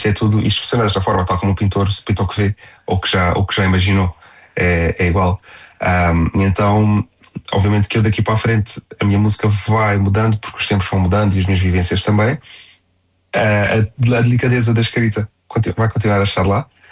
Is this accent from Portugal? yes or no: yes; Faro, Algarve, Portugal; moved away; passei a minha infância no Algarve. É Faro.